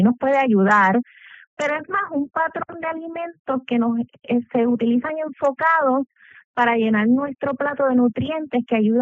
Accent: Puerto Rico; Somos una población puertorriqueña carnívora

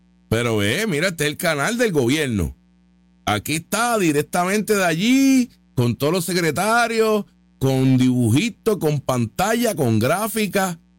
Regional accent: Puerto Rico; yo como puertorriqueño, yo no quiero que destruya La Palguera

